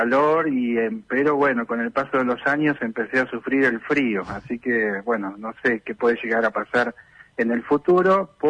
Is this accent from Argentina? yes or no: yes; Esquel, Chubut, Argentina; also born or lived in Córdoba; siempre viví en Esquel, me fui a Córdoba a estudiar unos años y volví a mi ciudad natal para ejercer el periodismo hace ya 25 años.